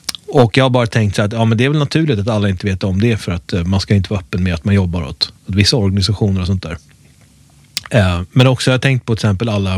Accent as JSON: {"language": "Swedish", "town": "Uppsala", "region": "Uppsala County", "country": "Sweden", "tie": "born or raised there", "said": "jag är född och uppvuxen i Uppsala"}